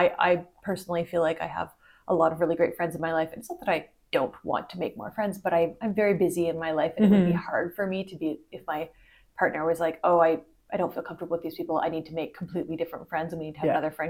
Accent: Ottawa, Ontario, Canada; moved away; My hometown is Ottawa, which is not Toronto, but it's still pretty big.

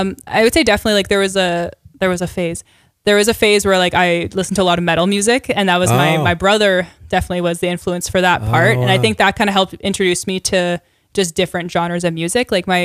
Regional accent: Dalmeny, Saskatchewan, Canada; I technically grew up like outside of Saskatoon. So I grew up in a small town called Dalmany. So it's about like maybe half hour from outskirts of Saskatoon.

